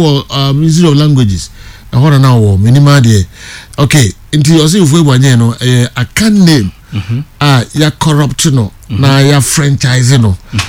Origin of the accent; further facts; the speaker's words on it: Accra, Greater Accra, Ghana; Good afternoon, Joe. … from Old Botiano, Accra.